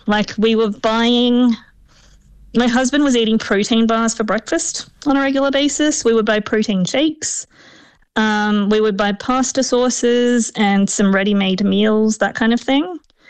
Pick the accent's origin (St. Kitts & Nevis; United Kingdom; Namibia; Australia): Australia; now in United States; I'm living in the United States, and I'm from Australia.